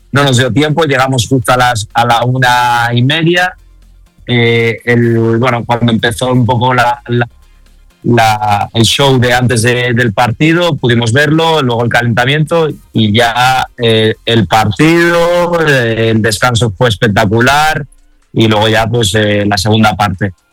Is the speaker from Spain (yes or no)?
yes; Spain; españoles éramos muy poco